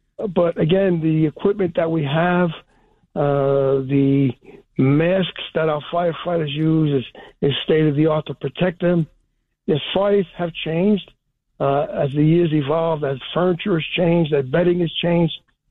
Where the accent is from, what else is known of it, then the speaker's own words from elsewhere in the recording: Brooklyn, New York, United States; born there; also born or lived in Staten Island; I was born in Brooklyn.